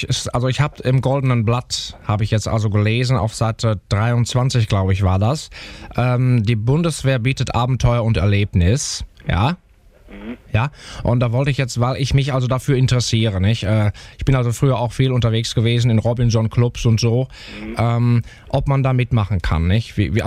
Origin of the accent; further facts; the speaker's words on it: Bielefeld, North Rhine-Westphalia, Germany; Ich komme also auch aus Bielefeld, nicht?